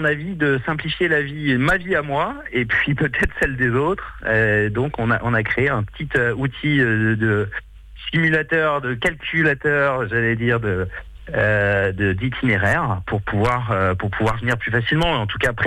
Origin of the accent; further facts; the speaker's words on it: Lyon, Auvergne-Rhône-Alpes, France; On vient d'acheter à L'Île-Dieu il y a un an et on est lyonnais à la base.